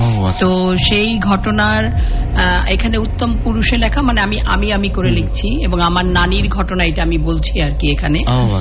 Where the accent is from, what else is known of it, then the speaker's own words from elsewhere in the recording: Faridpur, Dhaka Division, Bangladesh; moved away as an adult; also born or lived in Canberra; আমার জন্ম ফরিদপুরে।